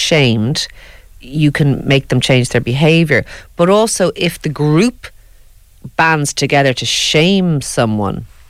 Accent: Ireland

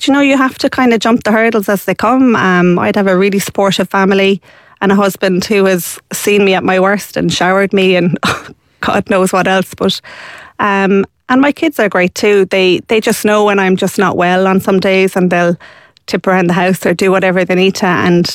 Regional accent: Shannon, County Clare, Ireland; So my godchild did a GoFundMe in my hometown of Shannon in County Clare, and I raised 24,000, I think, in 2 days.

